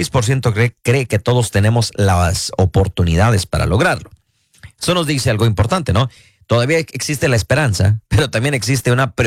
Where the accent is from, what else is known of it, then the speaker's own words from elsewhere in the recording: Mexico; now in United States; a lo mejor las cosas se ponen feas y somos mexicanos, pues mejor nos regresamos